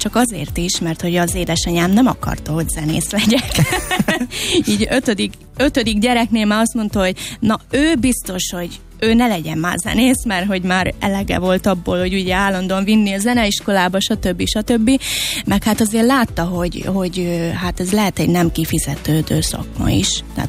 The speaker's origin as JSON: {"language": "Hungarian", "area": "Komárno", "region": "Nitra Region", "country": "Slovakia", "tie": "born or raised there", "said": "Igen, Felvidéken születtem, Komáromban, Rév Komáromban, és egy kis faluban nevelkedtem tulajdonképpen a szüleimmel, és négy testvéremmel, és ötödik gyerekként születtem."}